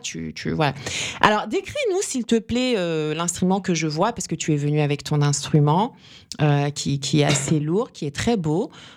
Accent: France; moi, je suis française

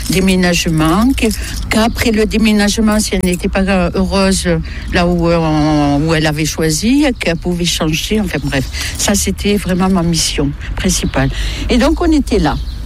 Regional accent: Cellier, France; J'ai supplié mon mari de revenir sur Montauban, et moi j'ai atterri à Cellier, là où j'ai grandi avec mes parents et mes frères et sœurs.

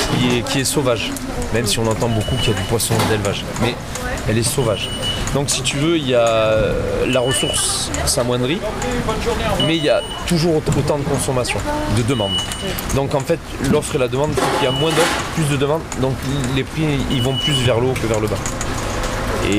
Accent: Bordeaux, Nouvelle-Aquitaine, France; Je suis originaire de Bordeaux et donc depuis 26 ans, tous les jeudis, je viens à Hoche pour faire le marché.

